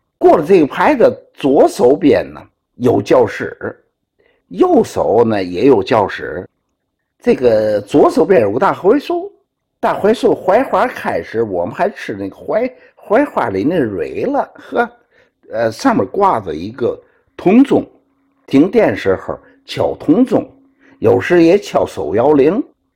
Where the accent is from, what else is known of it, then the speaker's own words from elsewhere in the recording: Tianjin, China; 我小时候在六几年、69年上一年级就在娘娘庙小学上的